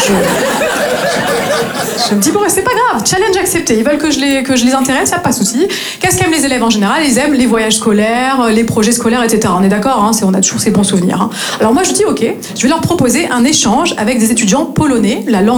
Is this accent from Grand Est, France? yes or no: yes; Grand Est, France; now in Marseille, France